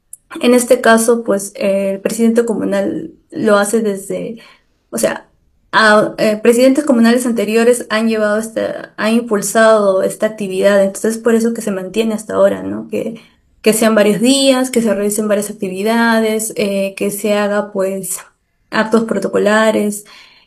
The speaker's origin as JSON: {"language": "Spanish", "region": "Pasco", "country": "Peru", "said": "somos de Pasco"}